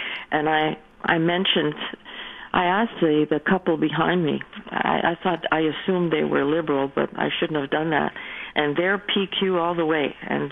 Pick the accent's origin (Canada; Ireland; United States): Canada; Quebec; born there; first language English; I grew up in French neighborhood my whole life as an Anglophone.